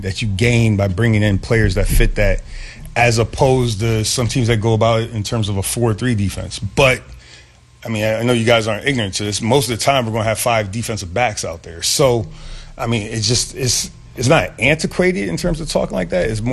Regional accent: Waterbury, Connecticut, United States; You know, here I'm a kid from Waterbury, Connecticut. You know, wasn't a good football player.

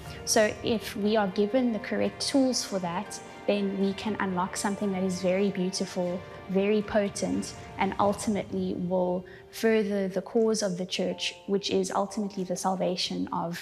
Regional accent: Lebeja, South Africa; I'm from a little town called Lebeja in South Africa.

